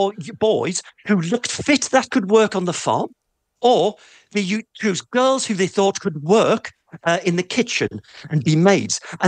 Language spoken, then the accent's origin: English; North Shields, North East England, United Kingdom; I'm from North Shields